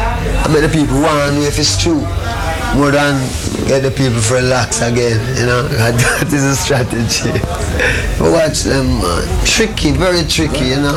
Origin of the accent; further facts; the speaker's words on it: Jamaica; Because during my time growing up in Jamaica, from I reached 16, 17, from I reached 18, I never stopped running from police till I had 32.